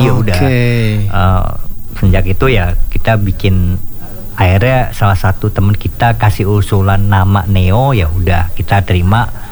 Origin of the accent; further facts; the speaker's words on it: South Jakarta, Jakarta, Indonesia; Susah karena kita anak Jaksel gitu.